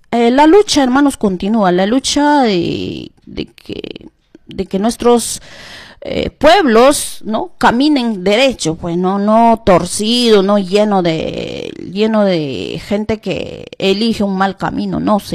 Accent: Peru; ¿Qué estamos haciendo como peruanos despiertos?

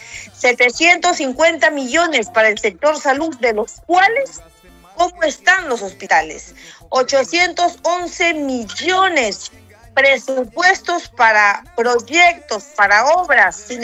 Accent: Ancash, Peru; con ayuda de mi pueblo ancashino.

